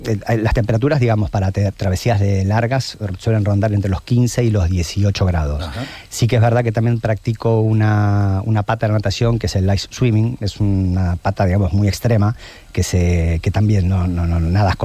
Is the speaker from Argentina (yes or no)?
yes; Argentina; me he cruzado el Río de la Plata y he venido de Uruguay a Argentina, ese mismo año me crucé el Canal de la Mancha. Claro, emocionalmente para mí, que siendo argentino es muy fuerte